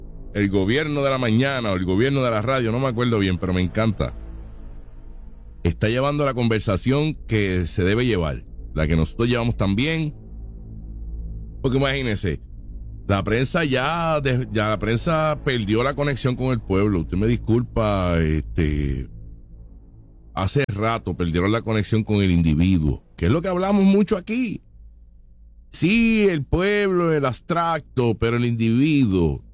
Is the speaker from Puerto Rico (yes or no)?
yes; Puerto Rico